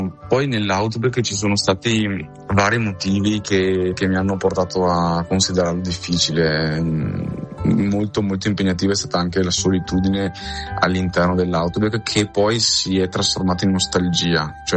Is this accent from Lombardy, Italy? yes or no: no; Veneto, Italy; sono veneto, quindi il nord per me è anche il nord Italia, no? Quindi proprio fisicamente casa.